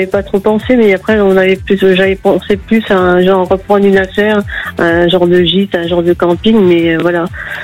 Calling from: Auvergne-Rhône-Alpes, France; De la Savoie.

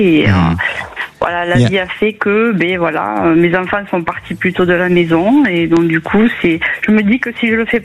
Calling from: Millau, Occitanie, France; De Millau, dans l'Aveyron.

